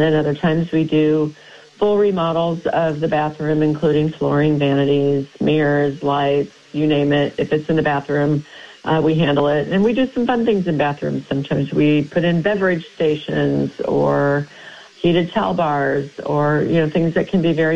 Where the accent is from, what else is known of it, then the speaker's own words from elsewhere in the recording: Petersburg, Illinois, United States; also born or lived in Springfield, Illinois; I was born in Springfield and grew up in Petersburg.